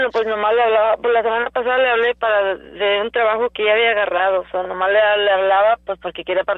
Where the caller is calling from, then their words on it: Alton, Texas, United States; de Alton, Texas.